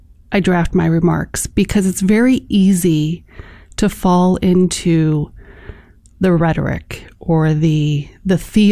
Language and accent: English; Chicago, Illinois, United States; born or raised there